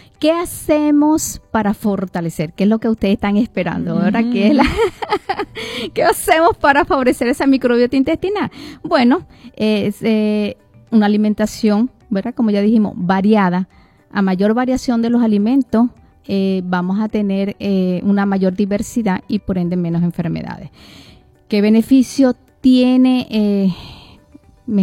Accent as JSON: {"language": "Spanish", "country": "Venezuela", "moved": "yes", "said": "lo digo yo que vengo de Venezuela"}